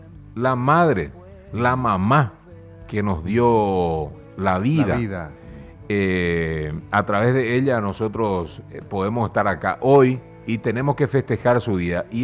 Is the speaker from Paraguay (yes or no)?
yes; Yataity del Norte, San Pedro, Paraguay; moved away; nosotros venimos del departamento de San Pedro, en realidad Santa Aní, Yataití del Norte, uh-huh. Anteriormente era conocido por Santa Felipe Matiauda, sí. En realidad de la ciudad de Felipe Matiauda, que hoy es Yataití del Norte